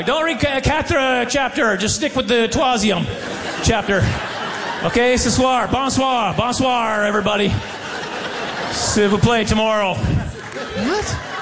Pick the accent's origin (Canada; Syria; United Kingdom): Canada; Western Canada; And because I grew up in Western Canada, we took French in school, but we took it from other Western Canadians